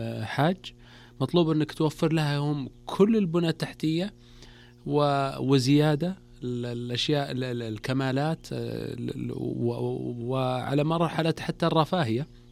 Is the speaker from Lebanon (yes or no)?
no; Saudi Arabia; شكرا للمملكة، نحن كسعوديين متشرفين ومعتزين ورافعين رؤوسنا